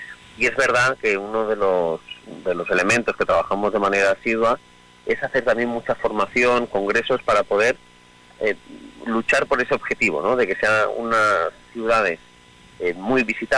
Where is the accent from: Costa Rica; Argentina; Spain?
Spain